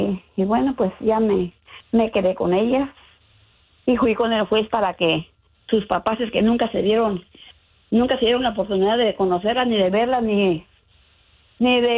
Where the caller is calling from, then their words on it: Pátzcuaro, Michoacán, Mexico; Yo soy de Pátzcuaro.